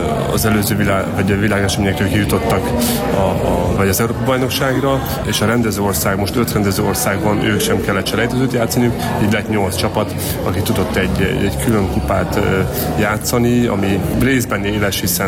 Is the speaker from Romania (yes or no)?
yes; Transylvania, Romania; mert nekem már sikerült magyarként, erdélyi magyarként a magyar válogatottban játszani